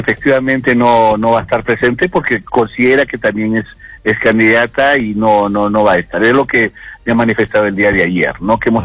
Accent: Arequipa, Peru; asentar mucho más nuestra identidad como arequipeños, como región Arequipa

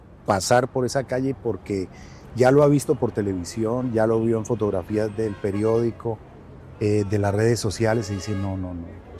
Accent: Cali, Valle del Cauca, Colombia; also born or lived in Popayán; aunque no nací en Cali, nací en Popayán. Desde muy niño llegué a la ciudad, pero amo a esta ciudad.

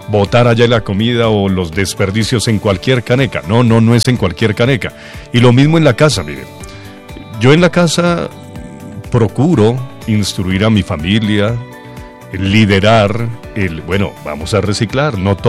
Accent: Colombia; haciendo un llamado a todos nosotros que somos colombianos.

